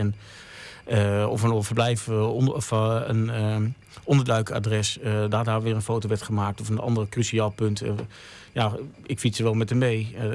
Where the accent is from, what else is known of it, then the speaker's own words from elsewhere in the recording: Heerde, Gelderland, Netherlands; Ik ben opgegroeid aan de Elbergeweg in Heerden. Dus